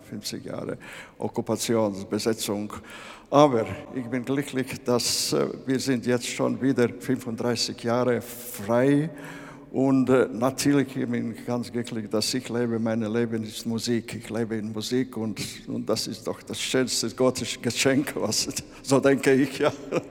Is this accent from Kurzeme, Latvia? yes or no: yes; Aizpute, Kurzeme, Latvia; born there; German is a second language; in meinem Geburtsort in Lettland ein kleines Städtchen Aizputte